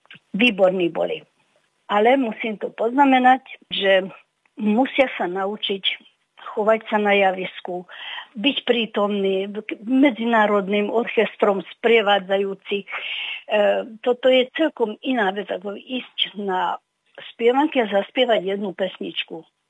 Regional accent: Hungary; Od nás z Maďarska

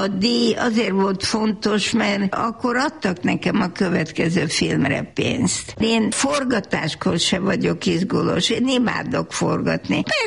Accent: Hungary; Magyarországról jövök.

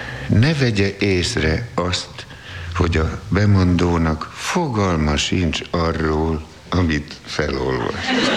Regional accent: Great Hungarian Plain, Hungary; born there; Az Alföldön születtem

